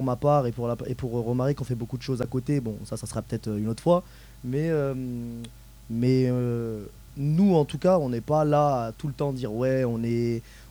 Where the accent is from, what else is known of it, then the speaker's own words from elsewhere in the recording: Madagascar; Bah, moi personnellement, je viens de Madagascar.